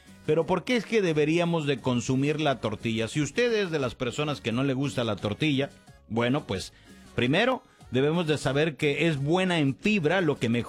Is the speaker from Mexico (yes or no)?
yes; Mexico